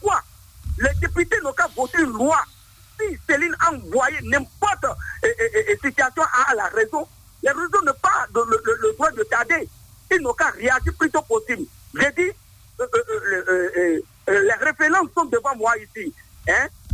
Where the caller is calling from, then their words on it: Benin; Je vous appelle depuis Bigué.